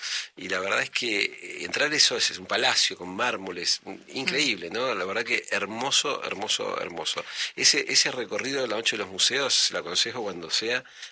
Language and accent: Spanish; Buenos Aires, Argentina; Y digo, yo soy de Buenos Aires, uy, Buenos Aires, qué hermosa ciudad.